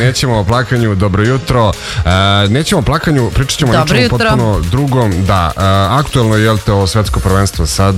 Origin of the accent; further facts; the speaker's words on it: Serbia; Aha, misliš kao mi Srbi generalno.